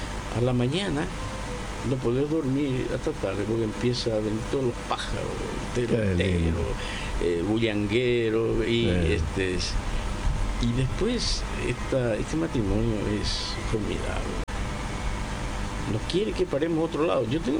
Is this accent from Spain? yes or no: no; Paraguay; now in Salta, Argentina; En Salta no somos muchos paraguayos.